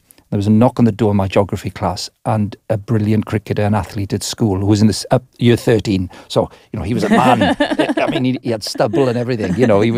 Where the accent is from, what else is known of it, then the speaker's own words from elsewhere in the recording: Wales, United Kingdom; I was born in 62. I'm 64 years of age. So I grew up in Southwest Wales, industrial Southwest Wales, in a Welsh-speaking community.